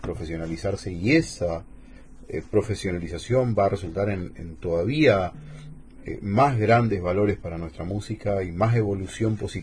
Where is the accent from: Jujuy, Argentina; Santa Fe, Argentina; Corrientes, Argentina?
Corrientes, Argentina; born there; Yo nací en Corrientes y hay cosas de la tierra que siempre te tiran